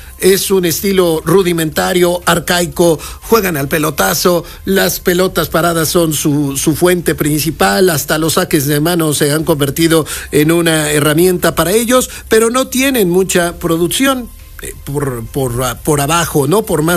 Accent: Mexico; Nosotros, como mexicanos, a veces ya lo platicábamos

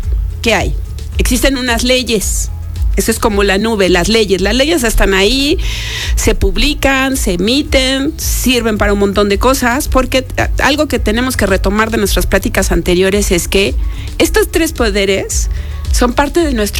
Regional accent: Mexico; nuestro país, nuestro México

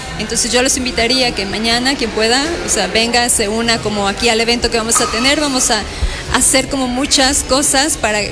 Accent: Cuernavaca, Morelos, Mexico; now in Puebla, Mexico; No, yo soy de Cuernavaca, Morelos.

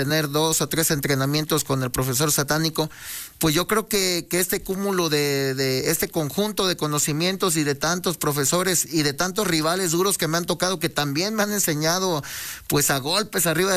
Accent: Veracruz, Mexico; born or raised there

